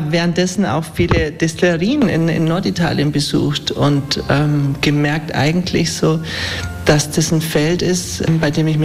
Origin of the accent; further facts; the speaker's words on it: Augsburg, Bavaria, Germany; moved away; Ich komme ursprünglich aus Augsburg und habe damals den Wunsch gehabt, mich mehr mit Weinbau zu beschäftigen.